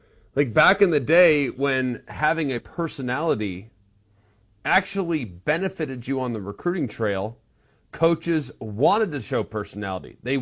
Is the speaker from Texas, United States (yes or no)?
yes; Dallas, Texas, United States; When we went to Dallas, that didn't feel very SEC either, and that's my hometown.